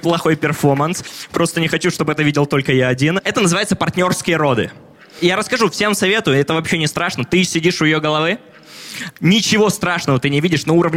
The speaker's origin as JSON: {"language": "Russian", "town": "Arkhangelsk", "region": "Arkhangelsk Oblast", "country": "Russia", "tie": "born or raised there", "moved": "yes", "lives_now": "Moscow, Russia", "said": "я из Архангельска родом, у нас там производят атомные подводные лодки"}